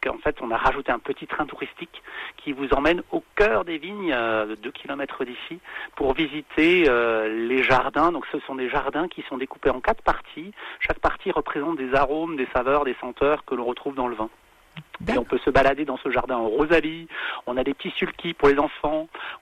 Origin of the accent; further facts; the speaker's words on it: Grand Est, France; Moi, je suis alsacien d'origine, voilà, et je trouve qu'il y a quelques concomitances avec l'Alsace au niveau des paysages.